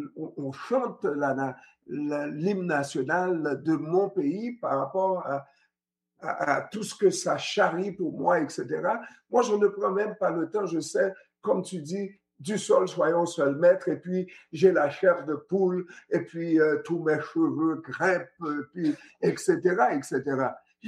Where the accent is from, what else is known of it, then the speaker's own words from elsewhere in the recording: Canada; parce que je suis canadien